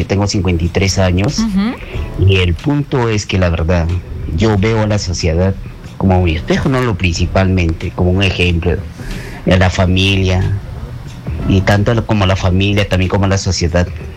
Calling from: Huánuco, Peru; Le estoy llamando desde la ciudad de Huánuco.

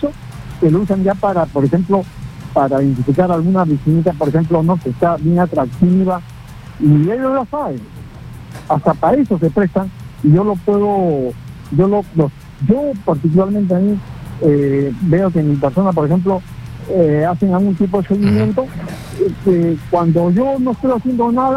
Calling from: Lima, Peru; De la Victoria, ….

